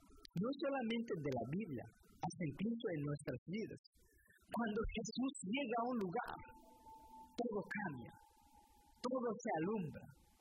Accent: Guatemala; moved away; estoy hablando del 2016 y 15, cuando estaba en mi país, Guatemala.

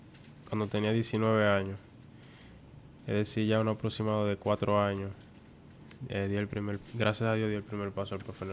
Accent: Baní, Peravia, Dominican Republic; nacido y crecido aquí en Baní.

